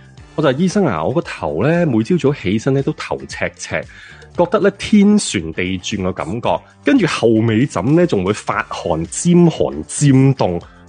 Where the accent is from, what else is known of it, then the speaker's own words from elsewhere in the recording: Hong Kong; 即系我哋香港人想学嘅就系唔系 textbook 嘅 English 啊嘛。